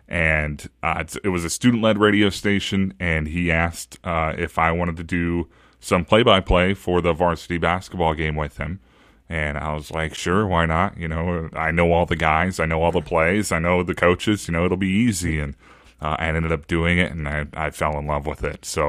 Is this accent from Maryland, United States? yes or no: no; Clarkson, Nebraska, United States; moved away as an adult; also born or lived in O'Neill, Nebraska / Roseland, Nebraska / Elgin, Nebraska / Sioux City, Iowa; Born and raised in Nebraska. I was born in O'Neill, Nebraska. We moved when I was, very young, an infant, to Clarkson, Nebraska. And I was in Clarkson until about eighth grade.